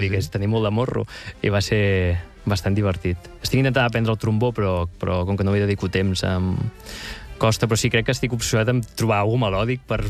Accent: Mataró, Catalonia, Spain; moved away as an adult; now in Barcelona, Spain; jo no em volia desempatronar de Mataró. Per aquest punt nostàlgic, no? De dir, no, jo no vull ser de Barcelona, jo vull ser de Mataró. Ara sóc oficialment de Barcelona. Sóc de Sants, diríem. Que això, d'Hostafrancs

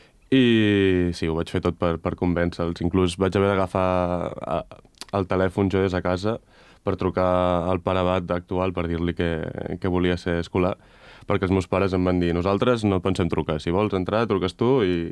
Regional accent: Albatàrrec, Catalonia, Spain; jo sóc fill únic i som de Lleida, com explicava ara el Bernat, d'un poble al costat, d'Albatàrrec

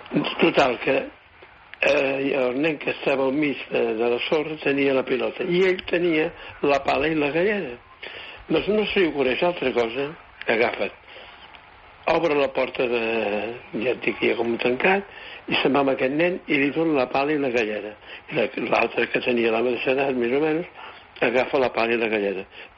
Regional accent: Vic, Catalonia, Spain; No, jo sóc de Vic, com sabreu

